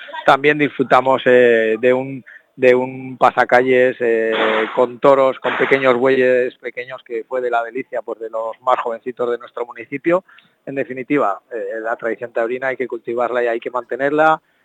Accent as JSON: {"language": "Spanish", "town": "Calanda", "region": "Aragon", "country": "Spain", "said": "yo es que estoy enamorado de mi pueblo y sobre todo de mi gente y de la gente de Calanda"}